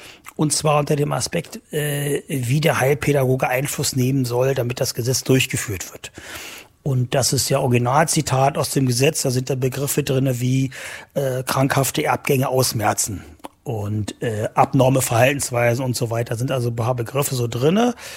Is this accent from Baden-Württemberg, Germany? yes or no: no; Saxony-Anhalt, Germany; Ich bin hier in der Altmark geboren und groß geworden. Ich hatte eine wunderschöne Kindheit und Jugend. Und was ich immer schon sehr an der Altmark geschätzt habe, ist also sehr viel Grün, sehr viel Natur.